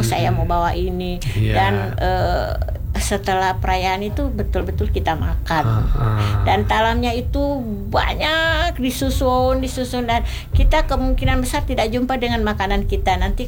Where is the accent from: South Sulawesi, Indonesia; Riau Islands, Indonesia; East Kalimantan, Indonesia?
South Sulawesi, Indonesia; Adapun beberapa saya lihat itu kebiasaan orang kita Bugis tradisinya